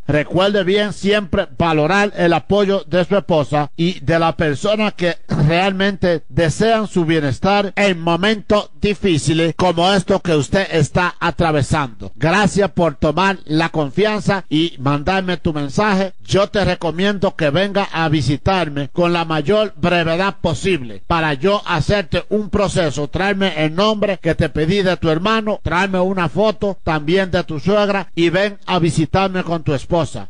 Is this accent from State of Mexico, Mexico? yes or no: yes; Ixtapan de la Sal, State of Mexico, Mexico; Regresé a mi pueblo acá en Iztapan de la Sal.